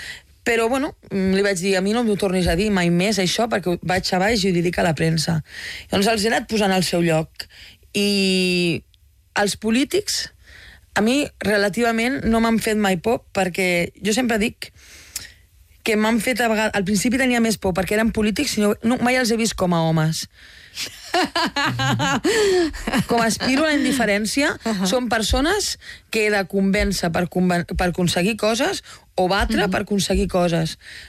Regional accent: Tarragona, Catalonia, Spain; jo sóc com tu, de Tarragona, i...

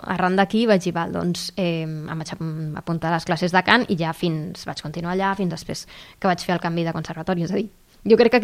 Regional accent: Caldes, Catalonia, Spain; born there; Jo vaig estudiar aquí el Tot Música d'aquí, de Caldes.

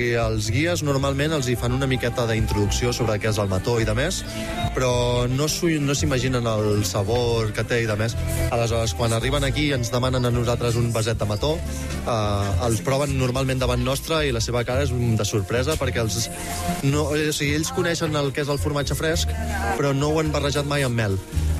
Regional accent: Olesa de Montserrat, Catalonia, Spain; sóc matoner de Montserrat. Sóc d'Olesa de Montserrat, visc aquí a la zona i he viscut sempre veient la muntanya al despertar i al sortir de casa.

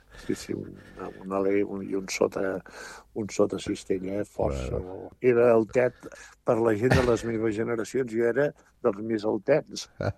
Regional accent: Girona, Catalonia, Spain; jo soc gironí

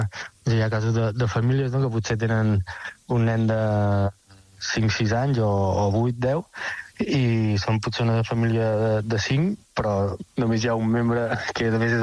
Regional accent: Reus, Catalonia, Spain; moved away as an adult; now in Mallorca, Spain; jo personalment vinc de Reus i des de que tinc memòria que vaig per sota dels gegants

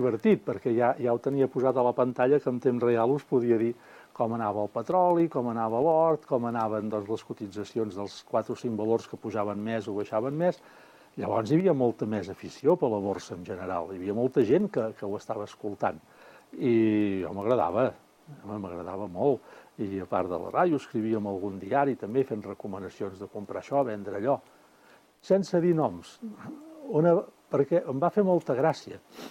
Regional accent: Manresa, Catalonia, Spain; born there

